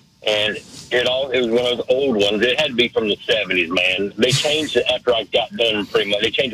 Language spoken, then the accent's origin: English; North Carolina, United States; moved away; I'm originally from Reason, North Carolina